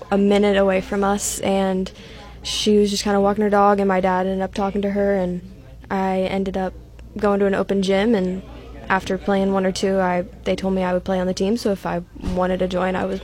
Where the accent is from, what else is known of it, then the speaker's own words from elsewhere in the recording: Forsyth, Illinois, United States; I'm from Forsyth.